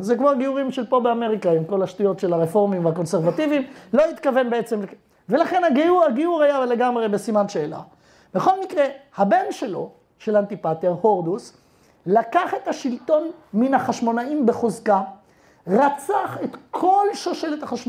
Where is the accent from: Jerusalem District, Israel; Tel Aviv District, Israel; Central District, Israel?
Jerusalem District, Israel; Jerusalem; גם אני ירושלמי. נולדתי וגדלתי בירושלים.